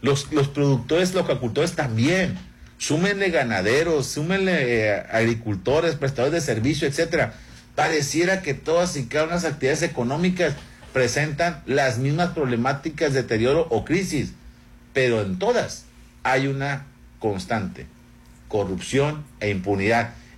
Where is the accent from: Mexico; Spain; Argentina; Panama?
Mexico